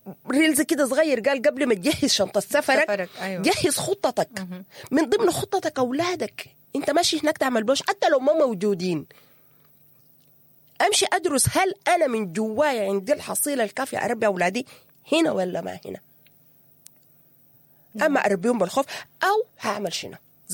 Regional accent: Sudan; نحن سودانيين

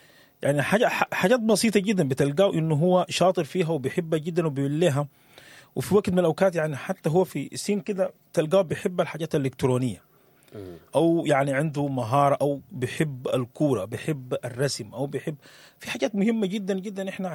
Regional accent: Sudan; إحنا يعني كسودانيين

